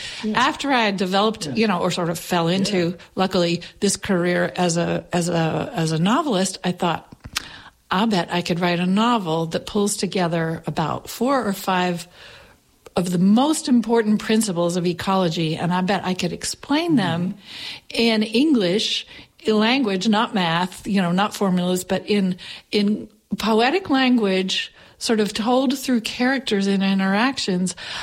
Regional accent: Appalachia, United States; as an Appalachian writer

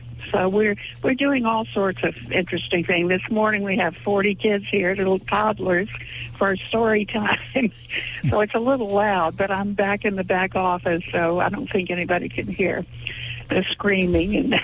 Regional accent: Flintwood, Virginia, United States; born there; Well, I guess where I was born, in Flintwood, Virginia, in Dickinson County.

